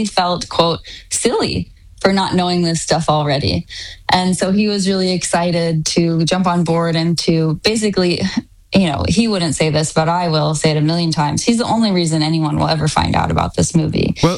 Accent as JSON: {"language": "English", "region": "Texas", "country": "United States", "tie": "born or raised there", "said": "at least as a teen girl growing up in Texas."}